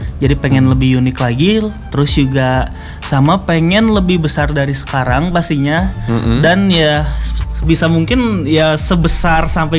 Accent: Bandung, West Java, Indonesia; Kita orang Bandung ya.

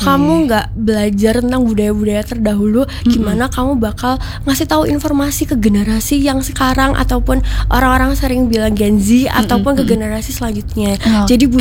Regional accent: Sidoarjo, East Java, Indonesia; saya mengambil budaya dari kabupaten saya sendiri, yaitu Sidoarjo.

